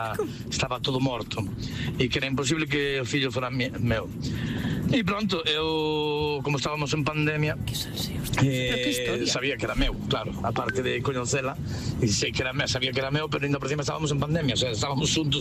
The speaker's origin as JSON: {"language": "Galician", "town": "Palas de Rei", "region": "Galicia", "country": "Spain", "lives_now": "Porto, Portugal", "said": "Hola, rapaces. … de Palas."}